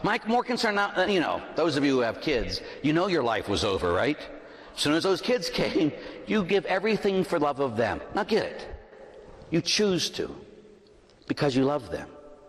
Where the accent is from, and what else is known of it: Pittsburgh, Pennsylvania, United States; born or raised there